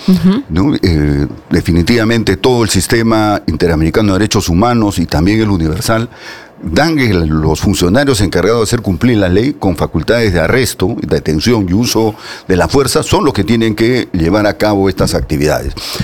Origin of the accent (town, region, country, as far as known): Peru